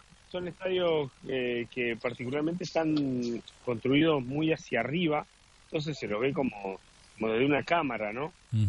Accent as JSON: {"language": "Spanish", "country": "Argentina", "said": "Ahí somos todos argentinos"}